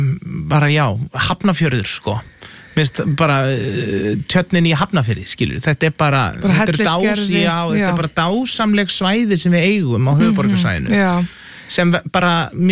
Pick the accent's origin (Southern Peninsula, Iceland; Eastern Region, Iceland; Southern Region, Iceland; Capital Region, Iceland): Capital Region, Iceland; Seltjarnarnes; now in Reykjavík, Iceland; En ég var alveg upp á Seltjarnarnesi og ég hef einnig búið í Hlíðunum